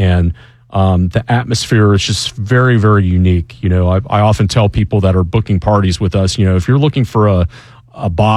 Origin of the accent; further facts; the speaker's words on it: Midwest, United States; now in Atlanta, United States; I'm from the Midwest originally, but have been in the South now over 30 years.